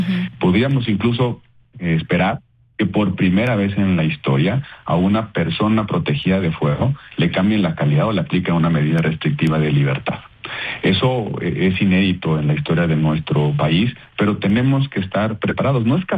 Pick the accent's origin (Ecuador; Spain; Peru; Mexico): Mexico; Yo, como mexicano, te digo, ya no puedes esperar nada razonable de estas prácticas